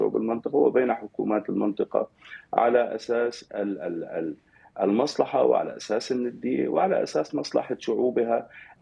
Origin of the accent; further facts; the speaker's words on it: Syria; اليوم نحن كسوريين نريد بناء دولة حقيقية